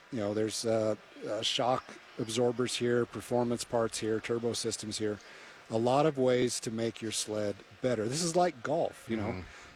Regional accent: Idaho Falls, Idaho, United States; like I'm from Idaho Falls.

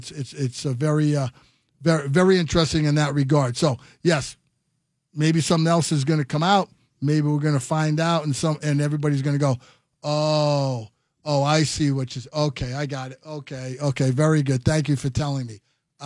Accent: East Coast, United States; as you and I, Spence, know, growing up in the East Coast, kick the can down the road

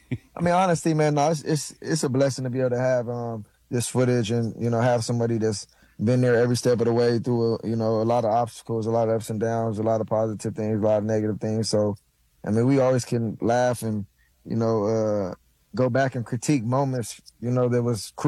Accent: Los Angeles, California, United States; USC was right there in my backyard. I grew up in the Crenshaw district, and, you know, that was literally in my backyard

